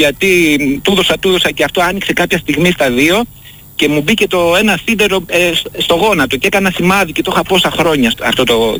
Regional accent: Athens, Attica, Greece; also born or lived in Tripoli; Ήμασταν τότε στην Τρίπολη που είχα γεννηθεί εγώ. Βέβαια μεγάλωσα στην Αθήνα, σε ένα σπίτι, τέλος πάντων, το οποίο ήταν νοικιασμένο

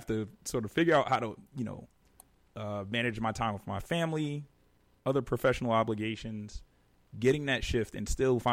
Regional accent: New York, United States; moved away as an adult; now in Georgia, United States; Even moving to Georgia, actually, I'll throw that in there. As a New Yorker

